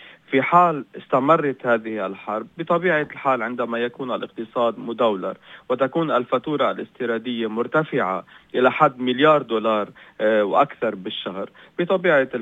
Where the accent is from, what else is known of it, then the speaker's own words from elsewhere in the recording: Lebanon; نوصل لوقت نقول أنه دولتنا عم تشتغل بريك إيفن